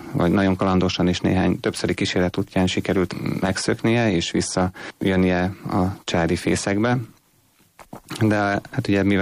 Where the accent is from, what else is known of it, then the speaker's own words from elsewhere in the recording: Hungary; born there; Én 72-ben születtem, úgyhogy én már tulajdonképpen az itteni közös létüknek a gyümölcse vagyok.